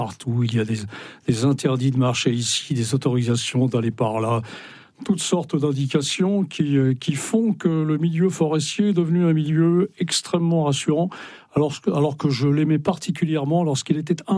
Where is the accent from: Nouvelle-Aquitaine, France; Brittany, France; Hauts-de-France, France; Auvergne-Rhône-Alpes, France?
Brittany, France; c'est l'île Molène, au large de Brest et surtout au large de la Bérildut, qui est le village de mon enfance dans le Finistère Nord.